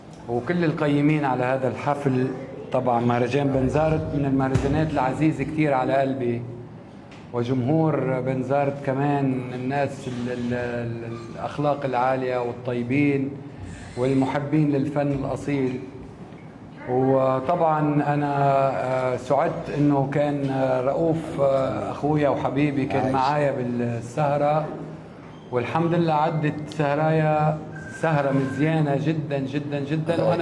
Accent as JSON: {"language": "Arabic", "country": "Lebanon", "said": "اللهجة فيها قريبة شوي منا نحن كلبنانيين"}